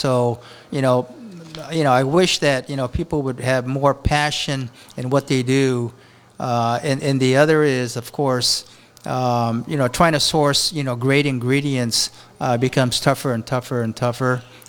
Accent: Japan; since I was born and raised in Japan, I'm not really a poke guy.

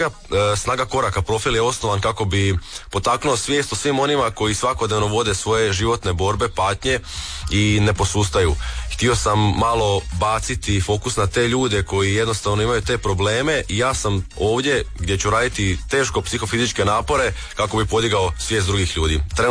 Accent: Josipovac, Osijek-Baranja County, Croatia; Čim izađem iz svoje kuće, ja sam inače iz Josipovca, trčim malo u početak Retvale

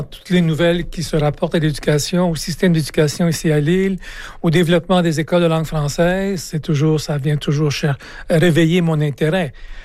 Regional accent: Quebec, Canada; moved away as an adult; now in Oyster Bed Bridge, Canada; j'ai commencé ma carrière ici à Lille en 1980. Je suis originaire du Québec et j'ai commencé et j'ai terminé ma carrière ici.

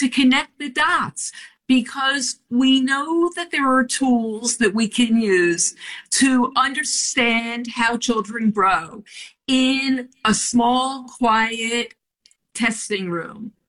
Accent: New York, United States; I grew up in New York.

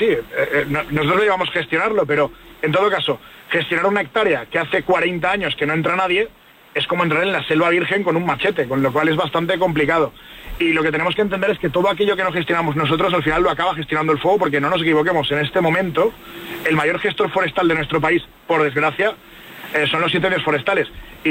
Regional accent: Valencia, Valencian Community, Spain

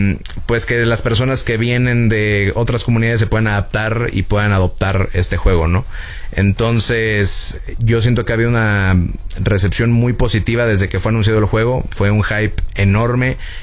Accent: Mexico; con nosotros como mexicanos.

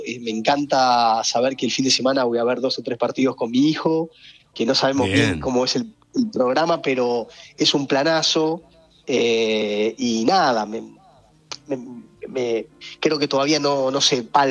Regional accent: Argentina; Soy más hincha de Vélez, pero eso pasa mucho con los argentinos. Somos más hinchas de nuestros equipos que de la selección.

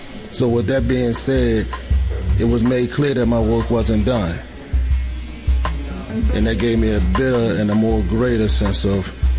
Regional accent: Baltimore, Maryland, United States; You know, I come from Lexington Terrace in Cherry Hill.

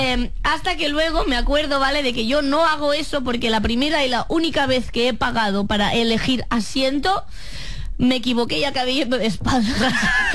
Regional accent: Catalonia, Spain; como persona catalana esto me

